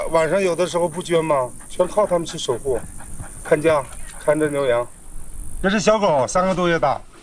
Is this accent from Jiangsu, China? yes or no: no; Inner Mongolia, China; 我七零年出生在巴尔虎草原，76年初我母亲就去世了。